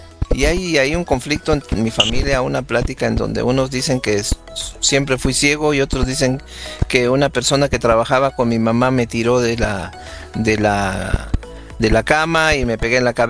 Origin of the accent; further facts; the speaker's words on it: Córdoba, Veracruz, Mexico; born there; Nací en Córdoba, en la ciudad de Córdoba, Veracruz, hace 55 años ya.